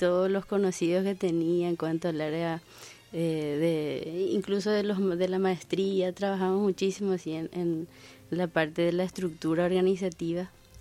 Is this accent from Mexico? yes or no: no; Paraguay; also born or lived in Buenos Aires; y eso quería yo también, traer acá y sentir eso en mi país.